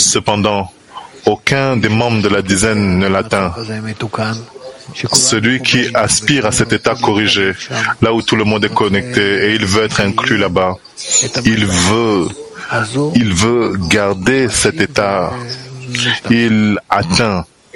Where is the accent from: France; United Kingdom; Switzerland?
United Kingdom; England